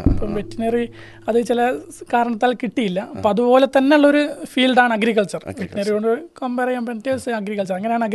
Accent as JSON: {"language": "Malayalam", "town": "Narikkuni", "region": "Kerala", "country": "India", "tie": "born or raised there", "said": "ഞാൻ നരിക്കുനി സ്വദേശിയാണ്, കോഴിക്കോട് ജില്ല നരിക്കുനി സ്വദേശിയാണ്. എൻ്റെ ഹൈസ്കൂൾ ജീവിതമൊക്കെ നരിക്കുനി ഇളറ്റിൽ വട്ടോളി സ്കൂളായിരുന്നു."}